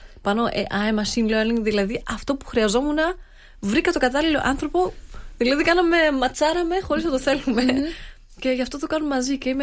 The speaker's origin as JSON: {"language": "Greek", "town": "Stuttgart", "region": "Baden-Württemberg", "country": "Germany", "also_born_or_lived": "United States", "said": "εκεί που έμενα, στη Γερμανία. Έρχομαι από τη Στουτκάρδη."}